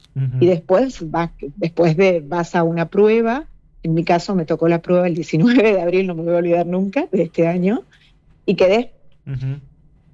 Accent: Corrientes, Argentina; Soy la única correntina en esta categoría.

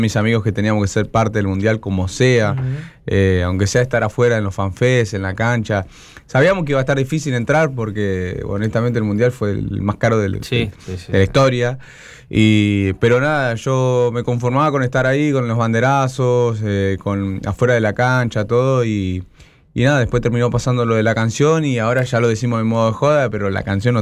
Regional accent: Olavarría, Buenos Aires Province, Argentina; moved away as an adult; now in Fort Lauderdale, United States; Soy de Olavarría, provincia de Buenos Aires, y sí, como decís, hace 7 años, va a ser 7 años que vivo en Miami, más puntualmente ahora en Fort Lauderdale, que es una ciudad ahí cercanita, pero lo mismo, es Miami.

